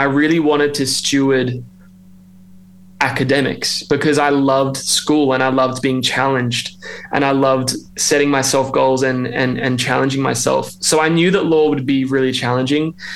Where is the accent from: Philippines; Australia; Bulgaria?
Australia; Melbourne, Victoria; accent: Australian; moved away as an adult; now in Nashville, United States; I'm trying to keep that accent because we've been living in the States for the past 3.5 years. And I grew up in Melbourne my whole life, pretty much, and just never thought I would have left Melbourne in my whole life, because I love Melbourne so much and all of our families are there.